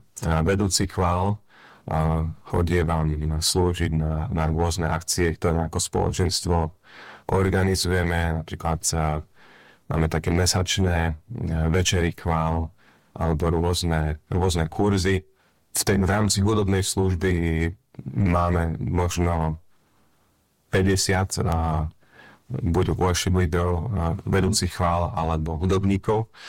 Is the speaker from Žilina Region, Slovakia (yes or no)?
no; Prešov, Prešov Region, Slovakia; vyrastal som tu nedaleko na sídlisku Sekčov.